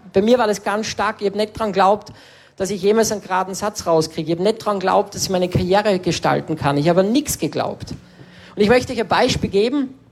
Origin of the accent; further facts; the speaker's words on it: Salzburg, Austria; Und bei uns in Salzburg hat es so eine Villenreihe gegeben.